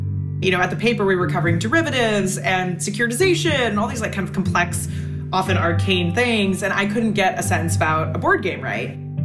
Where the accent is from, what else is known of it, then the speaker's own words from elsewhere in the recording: Pacific Northwest, United States; I grew up in the Pacific Northwest, so it was cold and rainy.